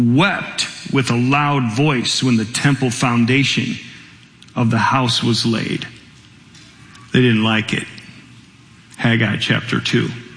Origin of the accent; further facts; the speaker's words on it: Michigan, United States; When I was a kid, I grew up here in Michigan, for those that might be watching somewhere else.